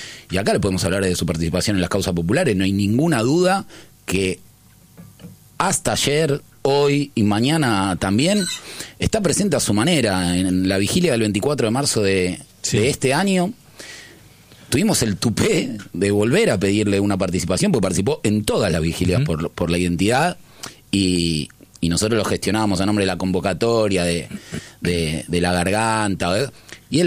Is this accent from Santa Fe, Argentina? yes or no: no; Buenos Aires, Argentina; born or raised there